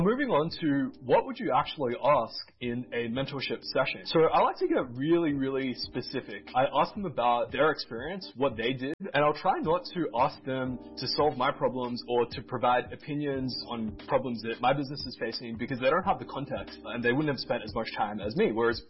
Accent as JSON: {"language": "English", "country": "Australia", "said": "I'm an Australian tech entrepreneur."}